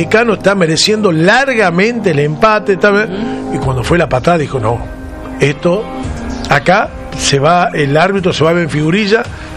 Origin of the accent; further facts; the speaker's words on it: Tucumán, Argentina; nosotros somos tucumanos